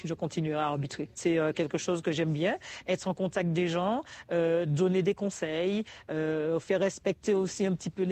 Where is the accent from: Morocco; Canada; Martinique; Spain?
Martinique; Balata; Je suis né ici à Balata, j'ai grandi ici, j'étais à l'école ici.